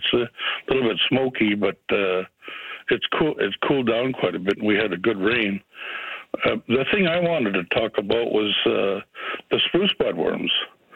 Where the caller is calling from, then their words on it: Ontario, Canada; I'm in Nebing, South Gillis next.